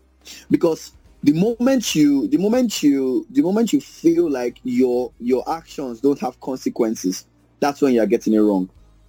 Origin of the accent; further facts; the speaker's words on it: Nigeria; So I am talking to you as a Nigerian.